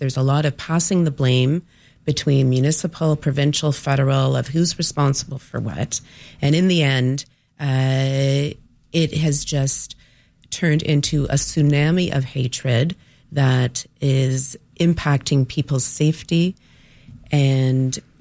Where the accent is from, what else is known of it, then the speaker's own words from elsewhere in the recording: Canada; I'm Canadian. I'll criticize the Canadian government all day long.